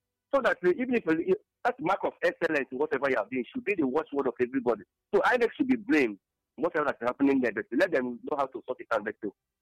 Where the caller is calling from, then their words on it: Nigeria; I'm calling from Olo. In the Zagokogo main state of Telugu State.